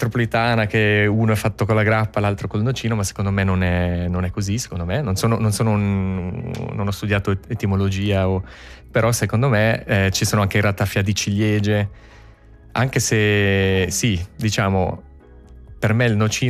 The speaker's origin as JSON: {"language": "Italian", "town": "Caslano", "region": "Ticino", "country": "Switzerland", "tie": "born or raised there", "moved": "as an adult", "lives_now": "Basel, Switzerland", "said": "io sono ticinese, cresciuto a Caslano, però abito da 23 anni a Basilea"}